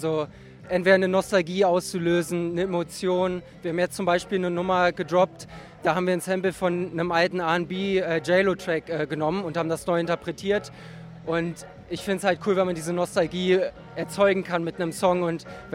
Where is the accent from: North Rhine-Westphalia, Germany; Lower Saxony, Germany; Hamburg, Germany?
Hamburg, Germany; also born or lived in England; 27 Jahre aus Hamburg